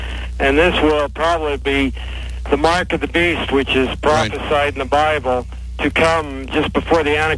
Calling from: Salt Lake City, Utah, United States; Salt Lake City.

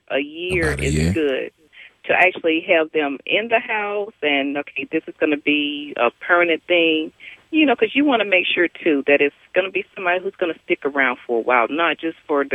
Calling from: Fayetteville, North Carolina, United States; I'm calling from Fayetteville, North Carolina.

